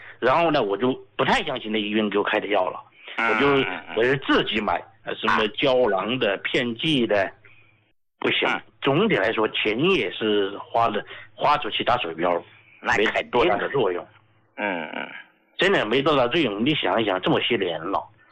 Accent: Sichuan, China; 睡得安逸了。用我们四川话讲呢，那睡得踏实了。

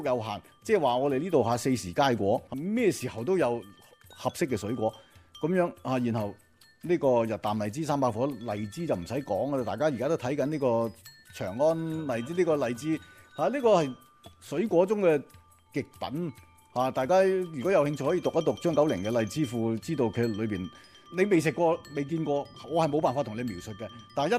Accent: Guangdong, China; 我哋广东人

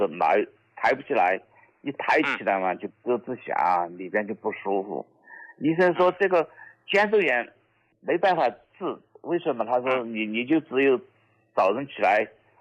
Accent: Jintang County, Sichuan, China; 我来自四川成都金堂县的

